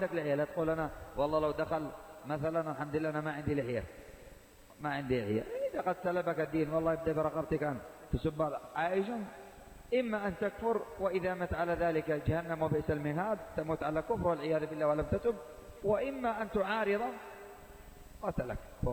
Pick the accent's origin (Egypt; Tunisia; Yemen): Yemen; عندنا في الشمال